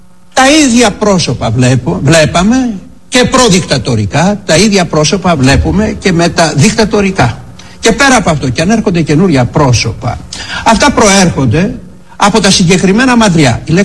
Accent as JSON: {"language": "Greek", "town": "Mani", "region": "Peloponnese", "country": "Greece", "said": "Στην πατρίδα μου τη Μάνη λένε το χαμηλό, το γάιδαρο, όλοι τον καβαλάνε."}